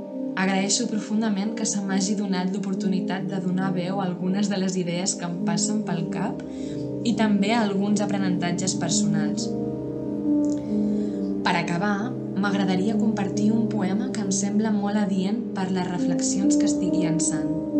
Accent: Vilanova i la Geltrú, Catalonia, Spain; Vilanova i la Geltrú, d'on sóc jo.

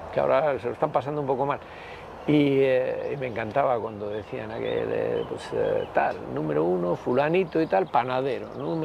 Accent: Bilbao, Basque Country, Spain; Aita me llevaba de pequeño a ver en San Ignacio, jugaban en el barrio de San Ignacio, el equipo en el que luego jugué yo, el Bilbao Rugby Club.

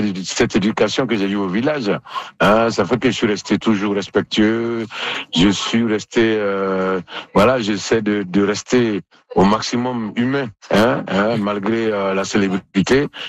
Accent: Côte d’Ivoire; Les gens m'ont demandé d'où je viens, j'ai dit Côte d'Ivoire, ils ne savaient pas où était la Côte d'Ivoire. Mais quand je dis je viens du même pays

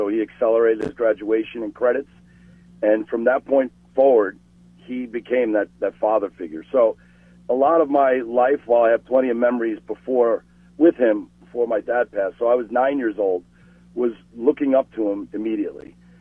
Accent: New York, United States; now in Chicago, United States; was born out of living in the Chicago area since 2004. I mean, it kind of broke my mom's heart when I moved away from New York.

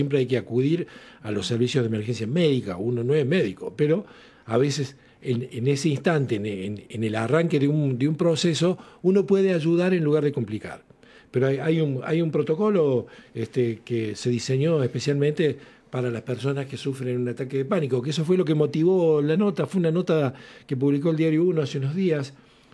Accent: Arroyo Cabral, Córdoba, Argentina; born there

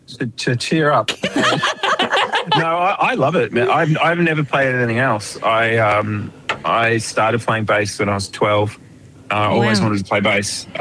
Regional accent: Shelford, Victoria, Australia; now in Melbourne, Australia; I actually grew up in Shelford as well, which is not too far, on a farm. So not too far from Ballarat.

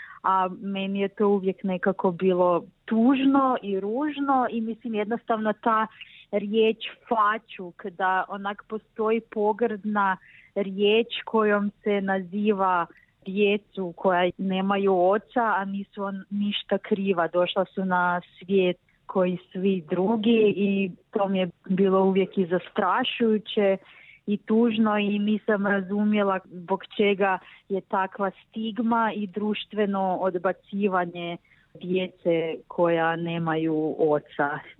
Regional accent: Podravina, Croatia; born or raised there

